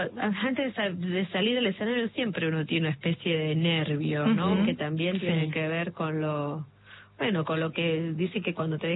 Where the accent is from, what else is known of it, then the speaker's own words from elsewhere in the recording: Barracas, Buenos Aires Province, Argentina; Yo soy de Barracas.